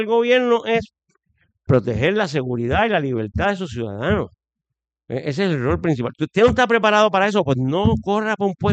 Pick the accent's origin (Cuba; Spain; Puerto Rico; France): Puerto Rico; also born or lived in Boston; Yo soy puertorriqueño, al año estaba aquí, me he criado aquí, he vivido aquí